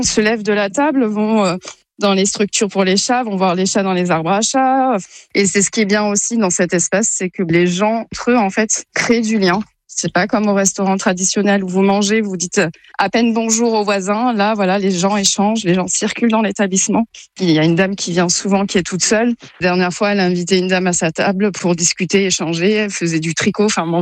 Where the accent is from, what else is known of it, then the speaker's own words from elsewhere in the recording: Provence-Alpes-Côte d'Azur, France; puisque nous venons du Var, on a quitté justement tout pour le projet et on a étudié tous les bars à chat qui existaient.